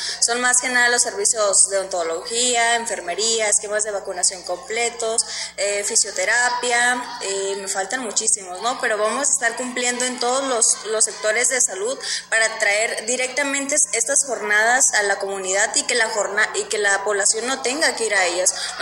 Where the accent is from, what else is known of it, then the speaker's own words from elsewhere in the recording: Mexico; como mexicanos nos aburrimos de lo mismo, ¿no?